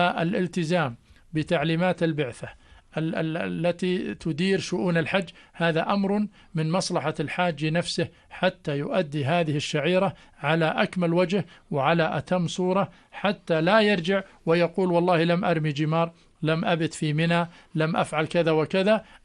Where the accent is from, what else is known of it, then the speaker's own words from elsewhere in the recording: Jordan; لما تقول أنا حاج أردني، أنت مثال لكل من يراك في تصرفاتك